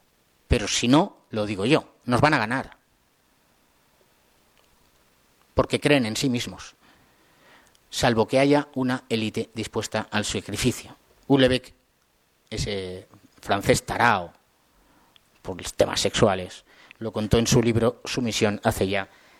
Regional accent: Spain

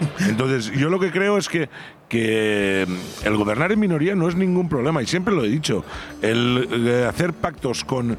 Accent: Pego, Valencian Community, Spain; Yo soy de las personas que estoy muy orgullosa de ser de mi pueblo.

